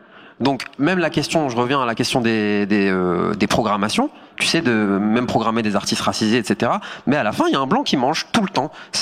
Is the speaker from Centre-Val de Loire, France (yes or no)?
no; Hauts-de-France, France; Moi, je viens du Nord, de la France.